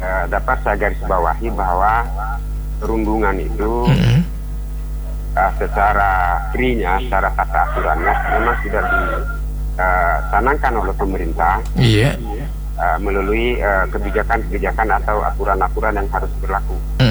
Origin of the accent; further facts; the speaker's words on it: Makassar, South Sulawesi, Indonesia; accent: Makassar dialect; saya pindah secara dialeknya Makassar